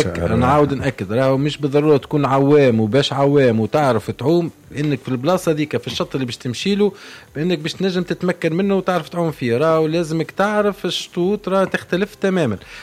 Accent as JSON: {"language": "Arabic", "country": "Tunisia"}